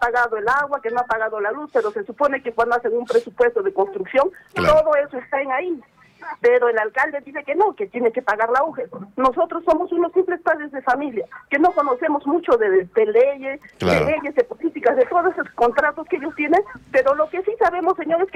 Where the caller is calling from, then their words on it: Arequipa, Peru; yo vivo en Horacio Ceballos, señor. ¿Desde cuánto tiempo? Son casi 3 años.